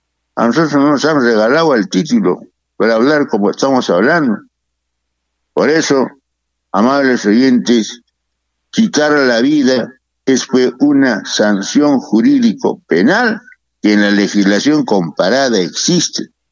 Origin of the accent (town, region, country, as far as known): Peru